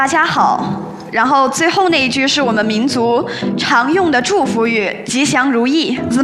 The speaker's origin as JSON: {"language": "Chinese", "region": "Sichuan", "country": "China", "said": "我们来自四川省凉山彝族自治州，我今年13岁了，就读于四川省凉山彝族自治州西昌市越城学校。"}